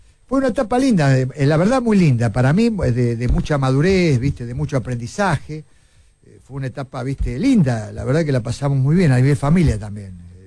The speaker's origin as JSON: {"language": "Spanish", "country": "Argentina", "said": "yo como argentino"}